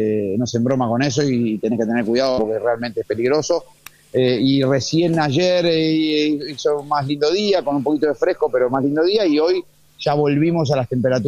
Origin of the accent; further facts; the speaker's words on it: Argentina; para los que somos futboleros argentinos